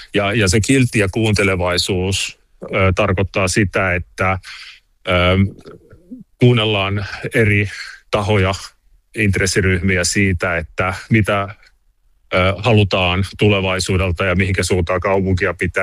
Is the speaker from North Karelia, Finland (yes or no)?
no; Valkeala, Kymenlaakso, Finland; born there; also born or lived in Myllykoski / Kotka; now in Helsinki, Finland; Mulla on juuret isovanhempien ja vanhempien kautta siellä. Toki olen syntynyt Myllykoskella ja kasvanut teinivuodet Valkealassa, mutta Kotka on koko ajan ollut osa sitä henkilökohtaista elämää.